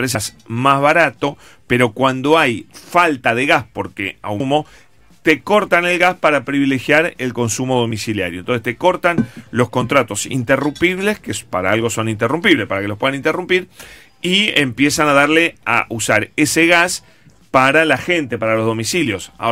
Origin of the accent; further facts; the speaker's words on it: Berisso, Buenos Aires Province, Argentina; Soy de Berizo.